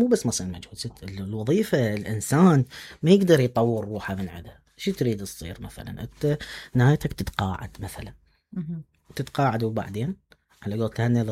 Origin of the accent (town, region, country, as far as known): Hillah, Babil, Iraq